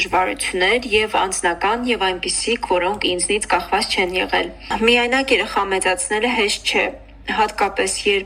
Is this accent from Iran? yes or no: no; Stepanakert, Azerbaijan; ծնվել եմ Ստեփանակերտում, սովորել եմ թիվ 11 ավագ դպրոցում